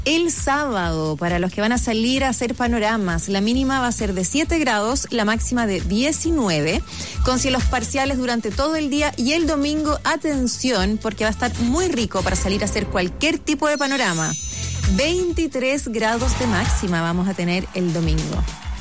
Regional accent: Calera de Tango, Santiago Metropolitan Region, Chile; mi querida comuna, nacida y criada en Calera de Tango.

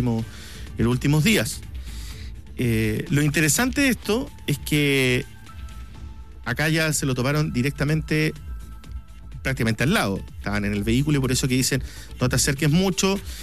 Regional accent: Magallanes, Chile; yo vengo de la región de Magallanes y allá los avistamientos de pumas son bastante seguidos en la zona de la región

